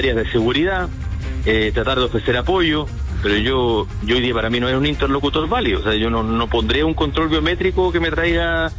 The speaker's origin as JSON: {"language": "Spanish", "region": "Magallanes", "country": "Chile", "said": "Entonces yo estoy cansado, uno como chileno, pero además como magallánico, con el manoseo que se ha dado Estrecho Magallanes."}